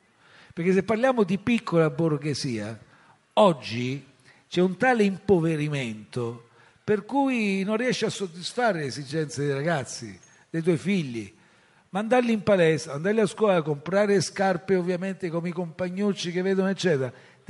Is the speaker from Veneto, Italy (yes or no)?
no; Volturara Appula, Apulia, Italy; born there; moved away; io sono nato a Voltura Rappula, qui vicino